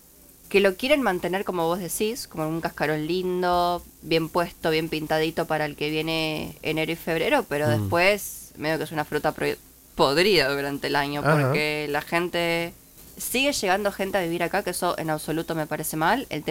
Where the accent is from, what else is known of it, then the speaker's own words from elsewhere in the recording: Moreno, Buenos Aires Province, Argentina; vengo de Moreno, que es una ciudad que tiene aproximadamente 800.000 habitantes, el conurbano que explota de gente.